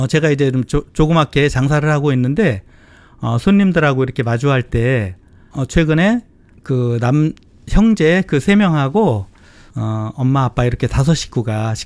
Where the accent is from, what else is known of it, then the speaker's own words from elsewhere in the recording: Dangjin, South Chungcheong, South Korea; now in Jeju, South Korea; 저희도 이제 고향이 제주가 아니고 충청남도 당진이기 때문에